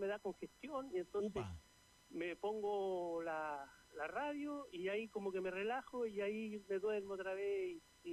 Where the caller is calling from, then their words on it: Concepción, Biobío, Chile; Lo llamo desde Concepción.